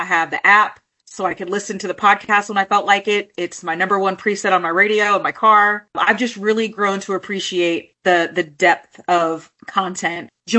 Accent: Dover, Delaware, United States; from Dover, Delaware. I have lived in Delaware most of my life, and I really appreciate the variety of content.

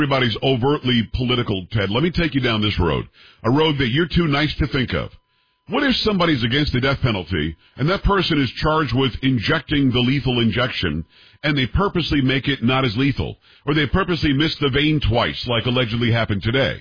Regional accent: Florida, United States; I grew up in Florida where they executed people, and they electrocuted them.

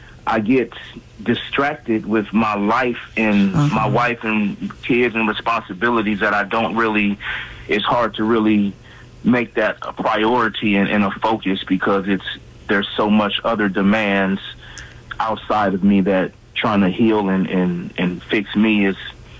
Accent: California, United States

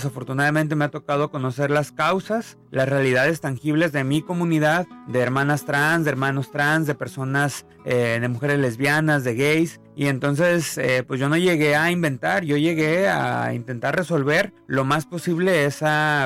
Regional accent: Mexico; porque somos mexicanos, mexicanas, mexicanes

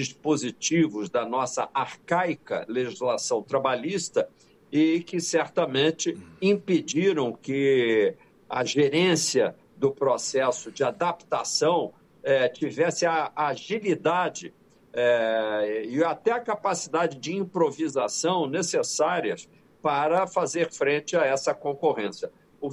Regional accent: Brazil

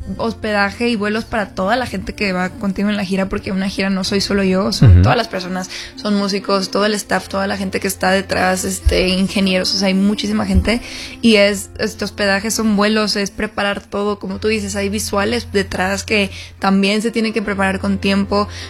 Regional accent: Guadalajara, Jalisco, Mexico; moved away; Guadalajara, mi ciudad natal, y eso me emociona muchísimo porque además de que tengo tiempo de no ir a Guadalajara

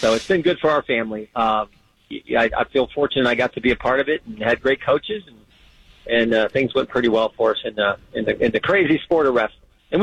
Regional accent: United States; we're Americans.

